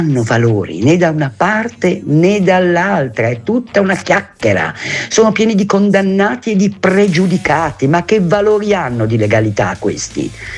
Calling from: Milan, Lombardy, Italy; da Milano.

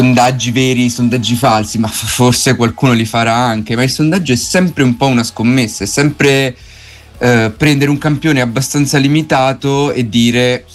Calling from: Milan, Lombardy, Italy; da Milano.

